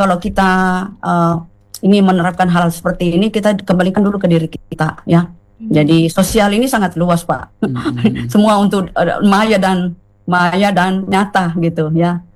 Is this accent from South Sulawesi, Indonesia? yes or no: yes; South Sulawesi, Indonesia; accent: Bugis; saya maaf pakai logat Bugis.